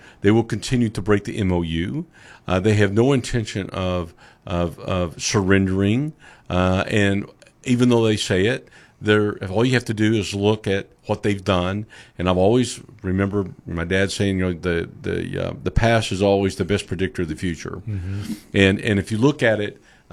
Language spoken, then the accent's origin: English; United States; We've got a great country. I love being an American. I love our country.